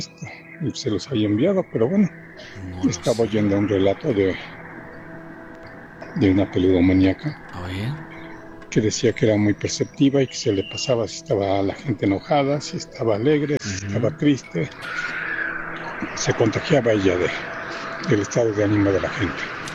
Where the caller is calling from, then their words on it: Puebla, Mexico; de Puebla